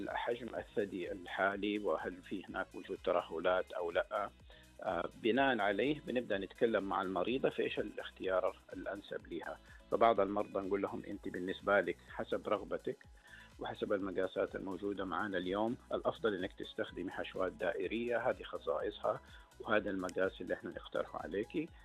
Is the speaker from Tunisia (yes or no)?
no; Saudi Arabia; هي أحد العمليات يمكن الأكثر شيوعا سواء عندنا في السعودية حقيقة أو حتى عالميا